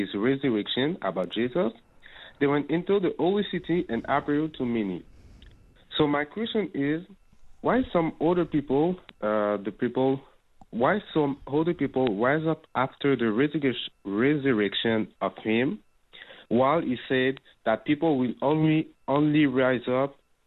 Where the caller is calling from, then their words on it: Montreal, Quebec, Canada; English is a second language; I'm from Montreal, Canada